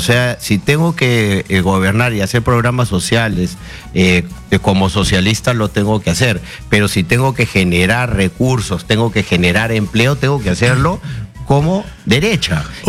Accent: Peru; Todos somos peruanos, todos queremos un país mejor

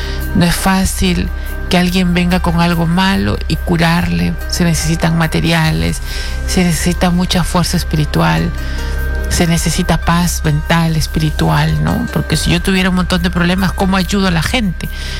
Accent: Peru; moved away; Dios me ha dado este regalo de estar nuevamente en mi país y poder compartir con mi Perú, con la gente linda.

